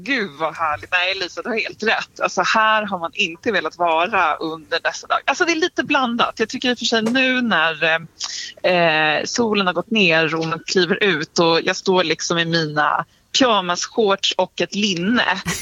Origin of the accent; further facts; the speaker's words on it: Sweden; Alltså som svensk, vi hade ju liksom kunnat prata om det här i året ut, tror jag.